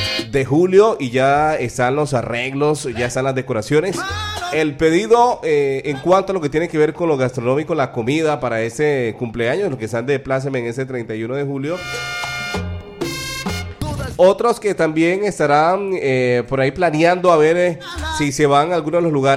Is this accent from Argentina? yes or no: no; Colombia